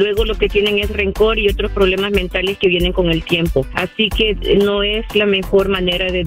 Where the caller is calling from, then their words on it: Los Angeles, California, United States; te llamo de la ciudad de Sun Valley.